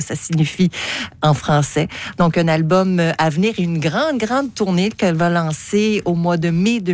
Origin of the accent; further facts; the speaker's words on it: Quebec, Canada; chez nous, au Québec.